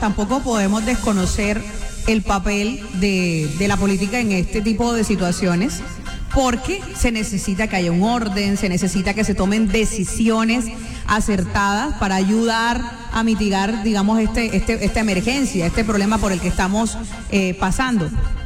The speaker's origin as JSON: {"language": "Spanish", "country": "Colombia", "said": "Porque todos somos colombianos."}